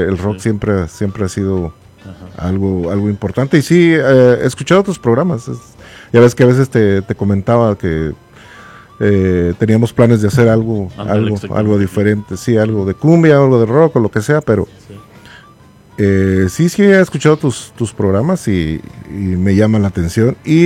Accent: Mexico; now in Denver, United States; Yo soy de entre los límites del Distrito Federal y Estado de México. O sea, no estoy tan en Ecatepec, sino estoy como a unos 15 minutos de la Basílica de Guadalupe, más o menos

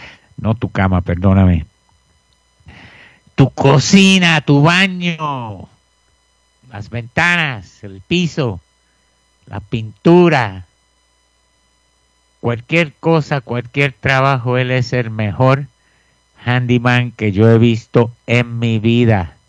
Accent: Puerto Rico; somos nosotros, los boricuas.

